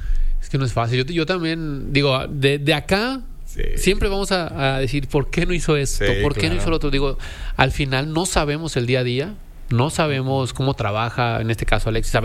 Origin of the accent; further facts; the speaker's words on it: Mexico; uno siempre como mexicano, como me tocó ser canterano